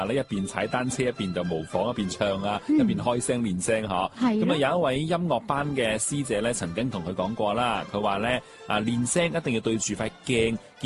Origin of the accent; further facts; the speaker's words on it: China; 尤其是我哋中国人咧，特别中意饮茶噶嘛。我哋中国嘅茶文化真系历史悠久啊